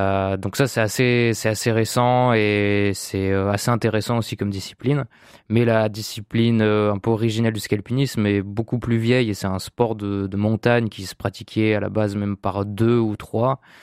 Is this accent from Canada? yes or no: no; Voiron, Auvergne-Rhône-Alpes, France; Moi je suis de Voiron à la base